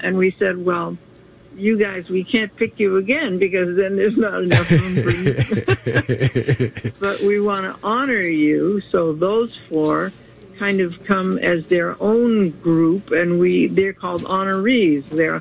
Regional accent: Boston, Massachusetts, United States; moved away as an adult; now in New York, United States; I'm a Bostonian, but I transplanted over here in 1978.

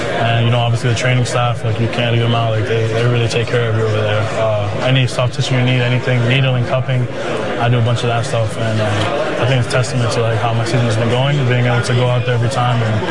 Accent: Canton, Mississippi, United States; I'm from Canton, Mississippi

